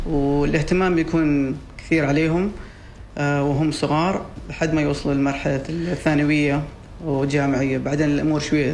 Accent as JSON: {"language": "Arabic", "country": "Oman", "said": "الملاعب جميلة الحمد لله اللي عندنا في عمان"}